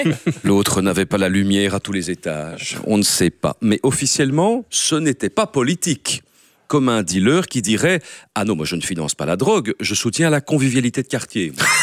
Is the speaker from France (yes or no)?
no; Belgium; Chez nous, en Belgique, une intercommunale qui magouille, c'est une appellation d'origine contrôlée.